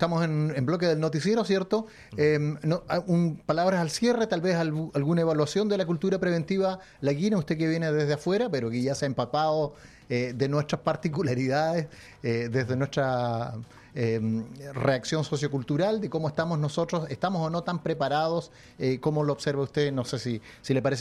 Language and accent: Spanish; Los Ríos, Chile; en el camino Folilco, mi tierra